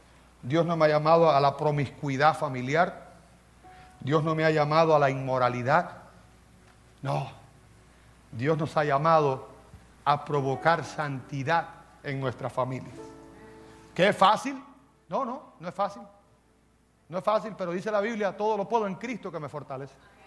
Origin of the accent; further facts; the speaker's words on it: Cuba; moved away; como decían en mi país, en Cuba dicen el asadón